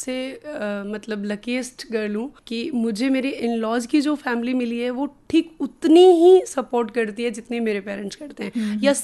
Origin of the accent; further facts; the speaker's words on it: Rajasthan, India; first language Rajasthani; Hindi is a second language; हमारी मातृभाषा है और इसको बोलते हुए हमें बड़ा ही प्राउड फील होता है